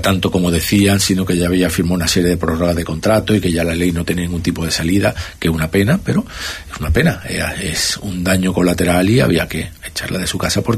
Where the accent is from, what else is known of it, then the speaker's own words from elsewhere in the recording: Ceuta, Spain; se merece que los Caballas trabajemos por Ceuta